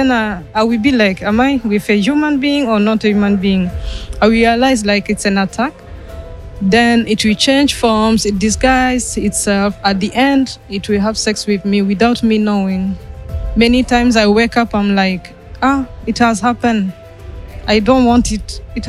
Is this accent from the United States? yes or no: no; France; I'm coming from France.